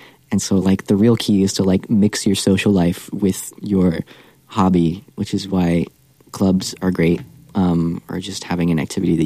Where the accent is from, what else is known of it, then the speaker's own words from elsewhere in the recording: Arizona, United States; And then I say I'm from Arizona, and they're like, wow, Arizona, that's so far.